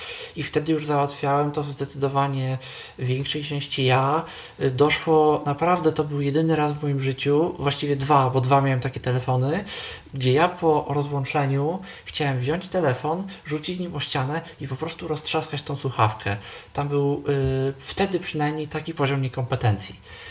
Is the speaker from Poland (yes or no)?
yes; Poznań, Greater Poland Voivodeship, Poland; u nas w Poznaniu